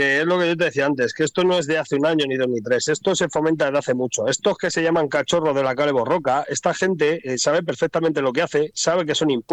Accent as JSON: {"language": "Spanish", "country": "Spain", "said": "somos españoles"}